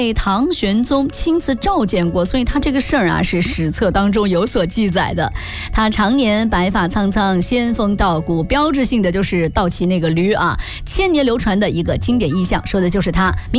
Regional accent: China; 藏着我们中国人最朴素的人生。

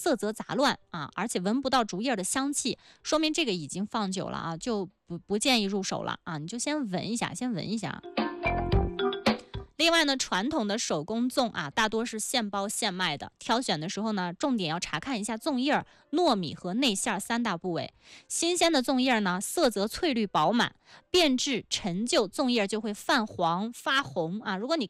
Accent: Qinghai, China; 我们青海端午的风俗也有很多啊，像这个挂艾叶呀、杨柳啊。啊，还有包括吃粽子呀，啊，可能我们北方吃的甜粽比较多

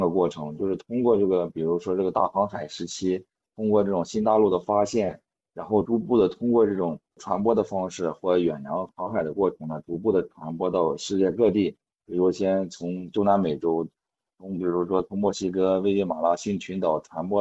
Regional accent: China

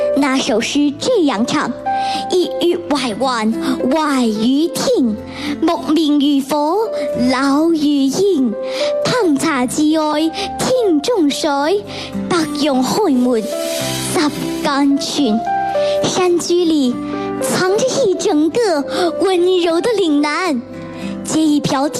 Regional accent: Guangdong, China; 我从小在广东长大，看惯了绿树红瓜，吃惯了龙眼荔枝

